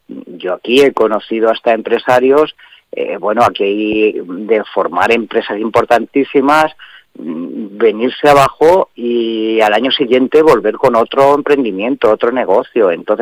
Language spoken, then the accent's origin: Spanish; Tomelloso, Castilla-La Mancha, Spain